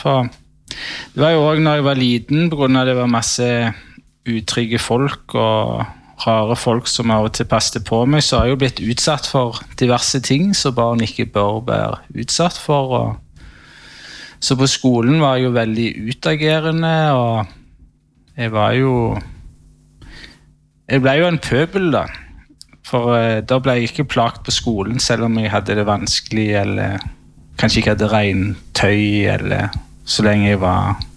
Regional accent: Sandnes, Rogaland, Norway; Jeg er jo fra Sandnes, og jeg ble vel født inn i...

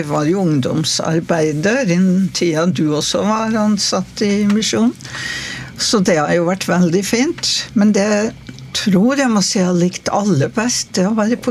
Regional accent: Alstahaug, Nordland, Norway; also born or lived in Oslo; now in Ytre Enebakk, Norway; Ja, jeg kommer fra Helgeland

